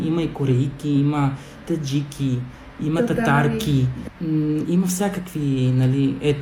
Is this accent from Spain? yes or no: yes; Sanlúcar de Barrameda, Andalusia, Spain; Bulgarian is a second language; now in Bulgaria; Даже в моя роден град има един писател, който е до някъде бил известен тук в България